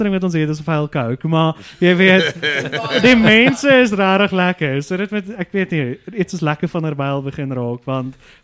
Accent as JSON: {"language": "Afrikaans", "town": "Vanderbijlpark", "region": "Gauteng", "country": "South Africa", "said": "ek kom van Vanderbijl af en jy is reg langs die Vaalrivier"}